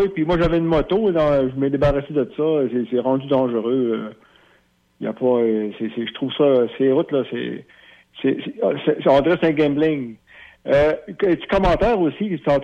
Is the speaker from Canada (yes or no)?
yes; the Maritimes, Canada; moi je viens des Maritimes